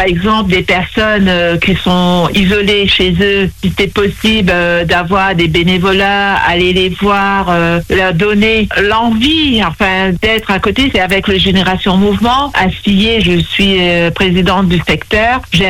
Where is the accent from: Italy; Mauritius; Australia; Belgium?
Mauritius; also born or lived in Lebanon / Cyprus; now in Neuvillette-en-Charny, France; Moi, je viens de l'île Maurice. J'ai quitté le pays en 84 en direction du Liban, dont j'ai resté 10 ans, et j'ai connu la guerre aussi, la guerre en 85. Et puis, suite à ça, je suis partie à Chypre.